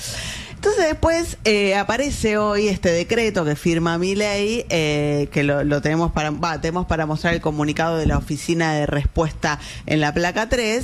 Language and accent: Spanish; Argentina; nosotros somos muy intensos como argentinos en redes sociales